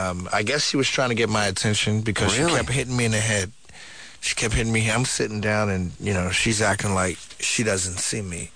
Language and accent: English; Boston, Massachusetts, United States; I'm from Boston.